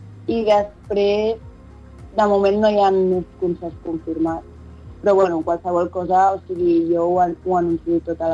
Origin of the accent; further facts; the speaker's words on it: Terrassa, Catalonia, Spain; soc de Terrassa i soc cantant i artista emergent.